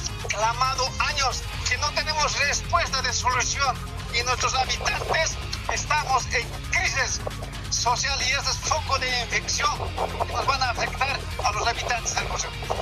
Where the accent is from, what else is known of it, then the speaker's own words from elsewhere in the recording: Pucarani, La Paz, Bolivia; Hoy me encuentro en subcentral Chocasive, y es mi pueblo, central agraria de Quiripujo, y perteneciente al municipio de Pucarani. En este momento estoy consternado en mi pueblo y en Ciudad del Alto.